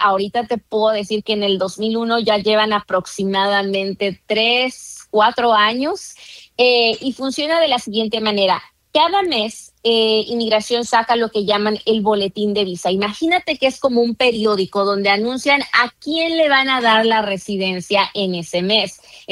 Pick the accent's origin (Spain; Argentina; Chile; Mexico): Mexico; now in United States; nosotros los mexicanos